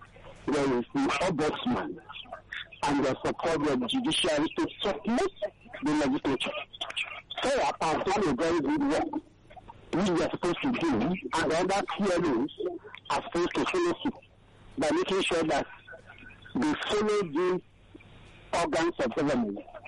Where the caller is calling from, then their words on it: Ekiti, Nigeria; I'm calling from Abanja, in Ekiti.